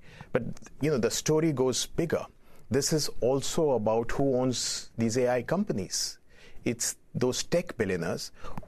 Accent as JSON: {"language": "English", "country": "India"}